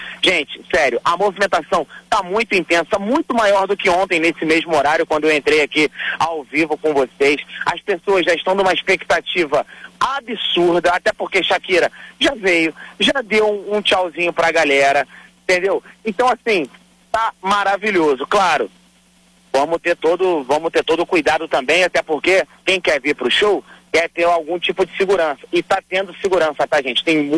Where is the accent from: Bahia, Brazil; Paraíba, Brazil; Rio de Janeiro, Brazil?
Rio de Janeiro, Brazil; falando como carioca, morador, cidadão aqui do Rio de Janeiro